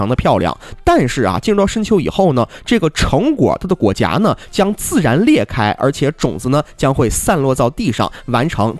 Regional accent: Harbin, Heilongjiang, China; 咱们哈尔滨人

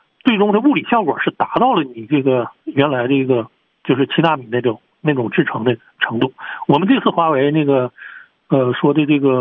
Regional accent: China; 我们中国人

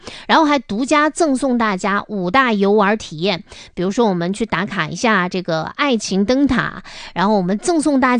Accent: Northeast China, China; 这真的是独属于我们东北人出境游的福利。

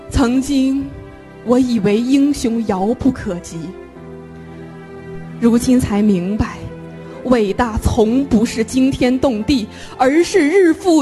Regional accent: Daqing, Heilongjiang, China; now in Harbin, China; 我是哈尔滨交通集团的一名普通职工，我的家乡是黑龙江大庆。

